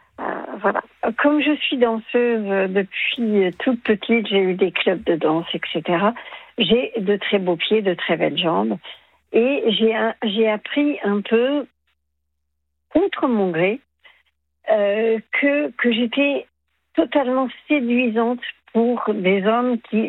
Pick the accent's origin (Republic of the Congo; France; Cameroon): France; also born or lived in Germany; je suis une Française, mais j'ai habité très longtemps en Allemagne.